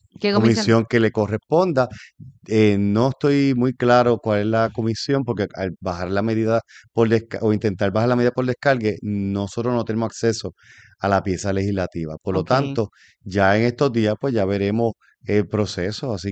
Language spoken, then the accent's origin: Spanish; Carolina, Puerto Rico